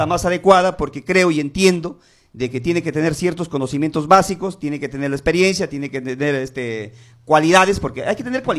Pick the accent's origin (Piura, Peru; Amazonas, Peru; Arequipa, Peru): Amazonas, Peru; Cajaruro; nosotros como Cajaruro